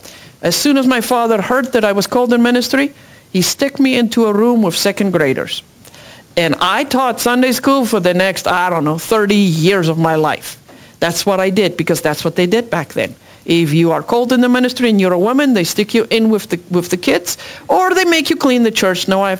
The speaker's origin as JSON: {"language": "English", "country": "South Africa", "second_language": "English", "moved": "as an adult", "said": "because I'm an immigrant from South Africa, and when my kids were little, it was very lonely. I couldn't speak English that well"}